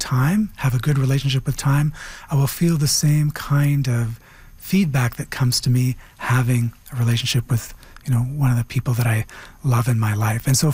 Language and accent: English; Canada; You know, I'm wholly Canadian. I'm not some portion Canadian. I'm wholly Anishinaabe, not some portion Anishinaabe.